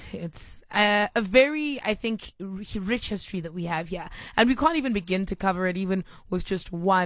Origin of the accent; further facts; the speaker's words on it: Soweto, Gauteng, South Africa; I'm from Soweto, so I know what a small township yard is.